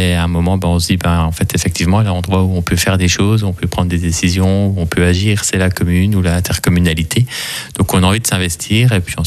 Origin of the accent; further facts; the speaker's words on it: La Bresse, Grand Est, France; je suis Bresseau, j'ai toujours habité à La Bresse, j'ai grandi à La Bresse, j'ai été à l'école et j'ai été dans beaucoup de clubs sportifs à La Bresse.